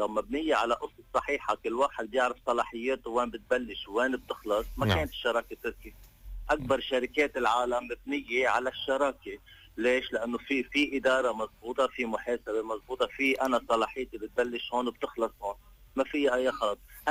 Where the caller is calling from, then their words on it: Lebanon; أنا كإنسان كمواطن لبناني